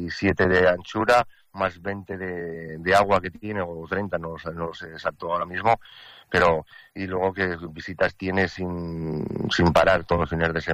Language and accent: Spanish; Aragon, Spain; se encuentra en la comarca Sierra de Arcos. ¿Qué voy a decir yo de mi pueblo, no? Es bello. Tiene de todo, tiene dos pantanos, tiene la sima, tiene una chopera extraordinaria, tiene un río y luego la gente.